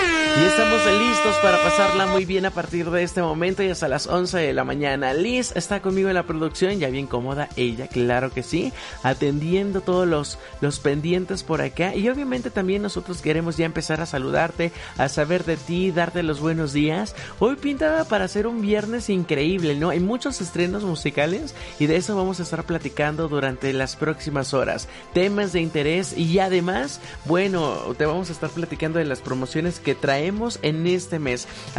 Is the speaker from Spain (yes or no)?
no; Mexico; hoy hay algo que nos distingue como mexicanos